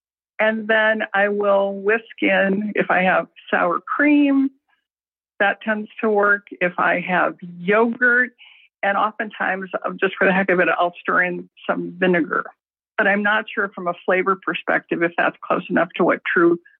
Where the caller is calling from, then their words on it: Orlando, Florida, United States; I'm calling from Orlando.